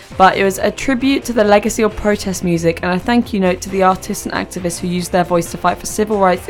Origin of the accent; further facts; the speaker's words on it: London, United Kingdom; Someone's got to represent Zone 5.